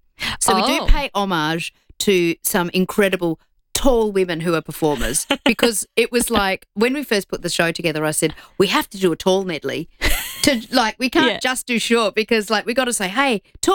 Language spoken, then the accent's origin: English; Broken Hill, New South Wales, Australia; when I grew up, I grew up in Broken Hill. I don't know whether it was the lead in the water or what it was there